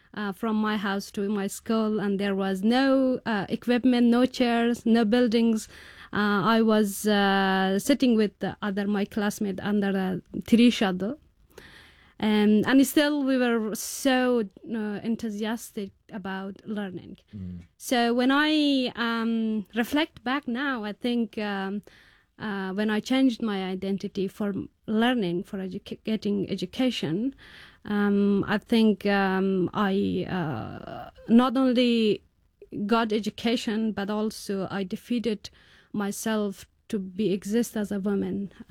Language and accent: English; Bamyan, Afghanistan; I grew up in the Taliban first role in a very rural area in Bamyan province. I'm coming from Hazara community.